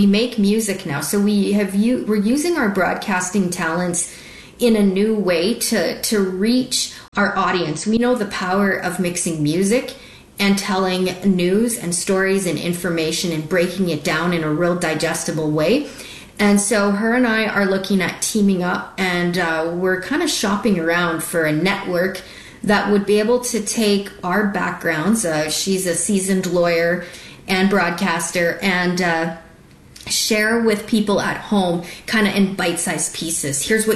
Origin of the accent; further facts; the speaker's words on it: Canada; And I, alongside Ed the Bear from Canada, we co-host together. We're Canadian media correspondents for the show.